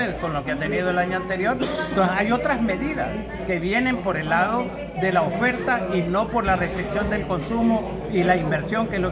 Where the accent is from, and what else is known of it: Honduras